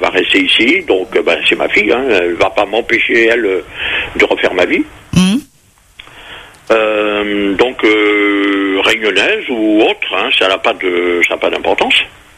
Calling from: Paris, Île-de-France, France; moi j'habite à Paris, donc là je suis retraité depuis déjà 10 ans.

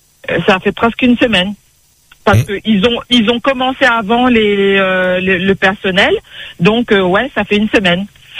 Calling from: Réunion; J'habite sur Florimont.

